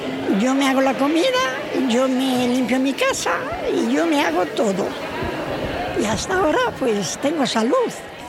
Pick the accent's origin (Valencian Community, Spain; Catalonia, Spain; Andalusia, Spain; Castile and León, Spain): Castile and León, Spain; Mayorga de Campos; Sí, vivo en Valladolid, pero soy de Manchealegre y de Campos.